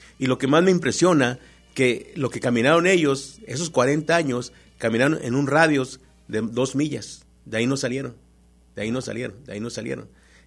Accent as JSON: {"language": "Spanish", "country": "Mexico", "said": "somos protectores mexicanos"}